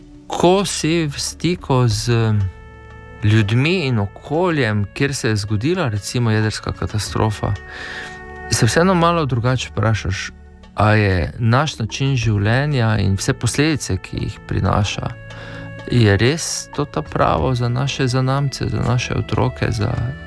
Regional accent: Destrnik, Drava, Slovenia; moved away as an adult; prihajam iz Destrnika pri Ptuju, živel sem na nek način zelo zavarovano, varno otroštvo

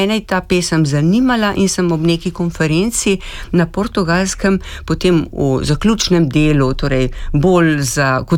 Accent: Kamnik, Central Slovenia, Slovenia; Namreč prihajam iz Kamnika in tam sem se že zelo zgodaj srečala s izročilom o Kamniškem jezeru.

